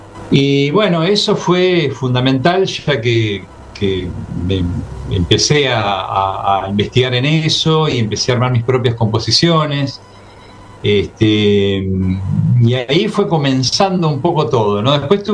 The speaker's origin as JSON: {"language": "Spanish", "town": "Viedma", "region": "Río Negro", "country": "Argentina", "tie": "born or raised there", "also_born_or_lived": "Bariloche / La Plata", "moved": "yes", "said": "yo me crié en la Patagonia, en la ciudad de Viedma, viví años en Bariloche."}